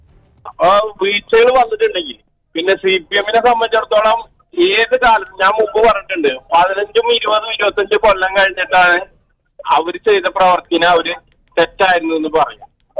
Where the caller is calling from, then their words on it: Kerala, India; നമ്മള് കേരളത്തില്